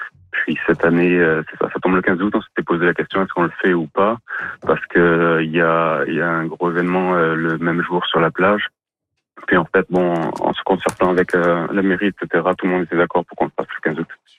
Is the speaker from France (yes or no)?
no; Dalhousie, New Brunswick, Canada; Sinon, je viens de la région de Dalhousie.